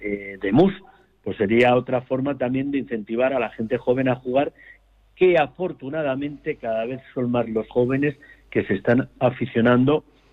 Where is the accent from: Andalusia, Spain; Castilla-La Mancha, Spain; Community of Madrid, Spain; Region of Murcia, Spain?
Castilla-La Mancha, Spain; Guadalajara; varias generaciones, padre, abuelo, bisabuelo, tatarabuelos, pues somos de Guadalajara.